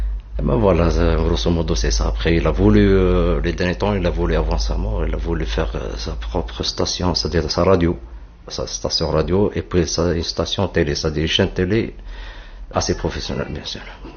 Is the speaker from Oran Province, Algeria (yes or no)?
no; Tlemcen, Tlemcen Province, Algeria; born there; Là, actuellement, on est à Tlemcen, ma ville natale, celle de mon père et des grands-pères. Tlemcen, voilà, c'est en fait la frontière du Maroc.